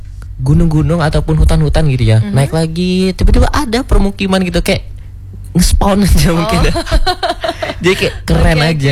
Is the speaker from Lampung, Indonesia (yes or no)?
yes; Natar, Lampung, Indonesia; Aku kan dari Lampung juga, Lampung Selatan, di Natar.